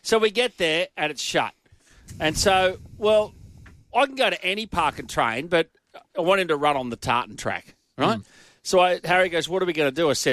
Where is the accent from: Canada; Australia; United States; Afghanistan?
Australia; Brisbane, Queensland; Like when I was a kid growing up in Brisbane, we used to all summer jump the fences of state schools like Holland Park and Greenslope State School and just swim in the 25-metre pools all summer.